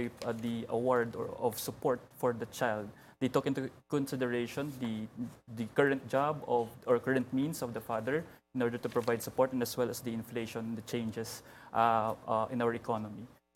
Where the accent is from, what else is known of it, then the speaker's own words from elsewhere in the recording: Iloilo City, Western Visayas, Philippines; and I'm from Iloilo City